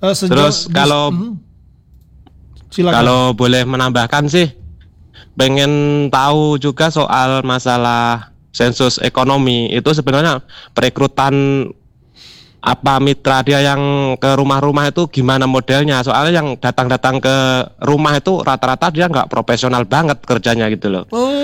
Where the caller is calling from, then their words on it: Air Gegas, Bangka Belitung Islands, Indonesia; Bangka Selatan.